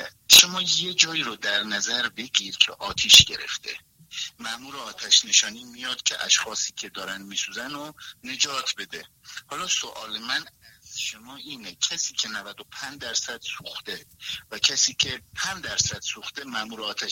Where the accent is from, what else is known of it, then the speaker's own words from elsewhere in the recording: Iran; از شهر خودم در ایران پاپیچه من شدن بیا زن بگی، بیا زن واسهت پیدا کنیم